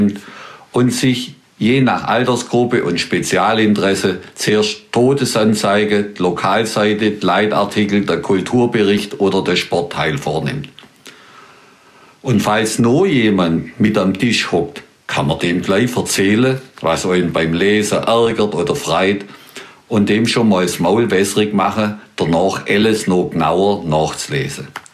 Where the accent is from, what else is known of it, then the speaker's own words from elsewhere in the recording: Baden-Württemberg, Germany; accent: Swabian; first language Swabian; dass ich als Schwätzer und Schreiber in meiner Muttersprache Schwäbisch unterwegs sein darf